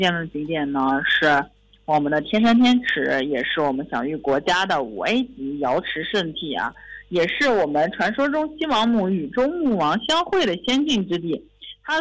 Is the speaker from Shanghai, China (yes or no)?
no; Xinjiang, China; 我们古时候我们新疆人超凡的治水智慧